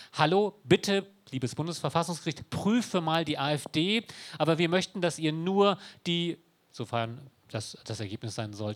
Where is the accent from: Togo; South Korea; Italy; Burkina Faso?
South Korea; now in Germany; Ich bin Deutscher, ich war mal Koreaner, ich bin deutscher Staatsbürger, keine Doppelstaatsbürgerschaft gibt es, da gab es da zu meiner Zeit nicht.